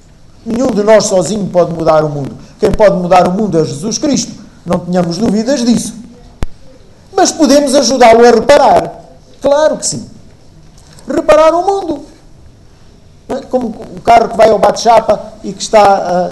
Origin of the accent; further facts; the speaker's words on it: Portugal; Porque somos portugueses